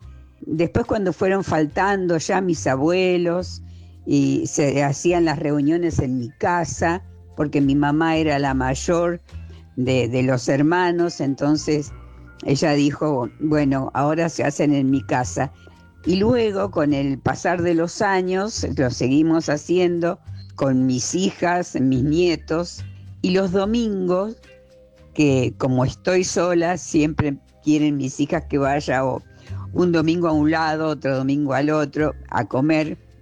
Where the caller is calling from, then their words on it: Rosario, Santa Fe, Argentina; de Rosario.